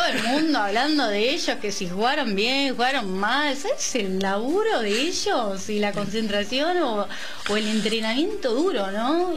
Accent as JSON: {"language": "Spanish", "country": "Argentina", "said": "en Argentina estamos unidos"}